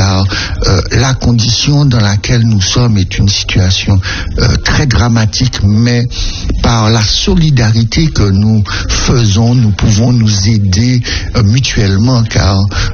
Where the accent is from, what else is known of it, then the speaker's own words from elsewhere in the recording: Martinique; en tant que Martiniquais.